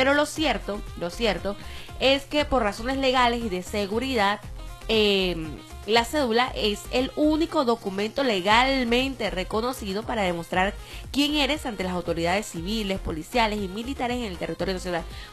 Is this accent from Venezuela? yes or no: yes; Venezuela; Que nos identifica como venezolanos.